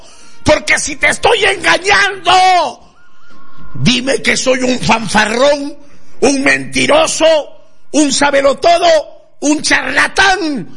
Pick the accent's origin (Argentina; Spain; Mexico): Mexico; Veracruz; mi estado de Veracruz, que es capital del curanderismo mexicano.